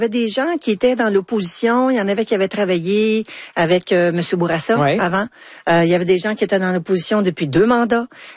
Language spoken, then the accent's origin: French; Anjou, Quebec, Canada; C'était chez nous, mon patelin, les gens que je connaissais, les organismes que je connaissais